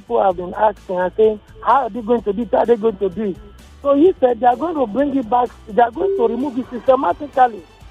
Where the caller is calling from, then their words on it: Nigeria; I'm calling from Orile in Sarigoma.